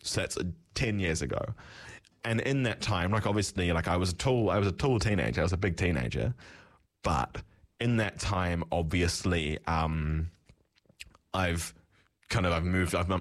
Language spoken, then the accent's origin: English; Gore, Southland, New Zealand; also born or lived in Dunedin; growing up in the South Island, right, like, so, like, the nearest town to me growing up was Gore.